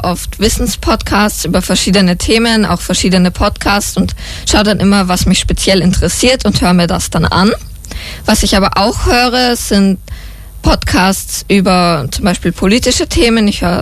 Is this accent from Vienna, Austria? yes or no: yes; Vienna, Austria; ich komme aus Wien und ich bin 14 Jahre alt.